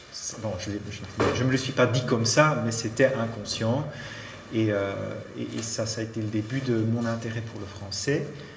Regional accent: Knokke, Flanders, Belgium; born there; first language Dutch; French is a second language; je suis né à la côte, de parents néerlandophones. Ça s'entend un tout petit peu, mes premiers mots datent de mes 10 ans, donc je n'aurai jamais tout à fait l'accent d'un francophone. Enfin, on me dit toujours que j'ai un léger accent

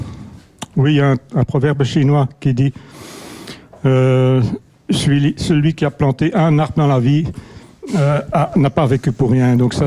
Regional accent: Flanders, Belgium; born there; first language French; now in Brussels, Belgium; Je suis né en Flandre, mais je suis devenu un Bruxellaire. Voilà, parce que ça fait quand même 45 ans que je vis à Bruxelles.

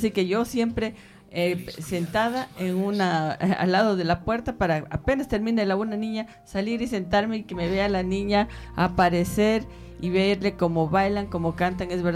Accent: Ecuador; eso es lo que nos llena como ecuatorianos, que nos distingue de la mayoría de la población, el mantener, aunque sea en la distancia, a la familia unida.

